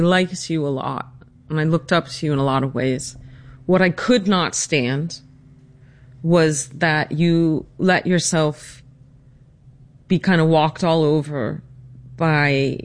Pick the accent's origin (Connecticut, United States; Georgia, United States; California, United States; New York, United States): Connecticut, United States; Greenwich; What I saw growing up in Greenwich, Connecticut in the 80s and 90s, when Greenwich was truly the bedroom town of Wall Street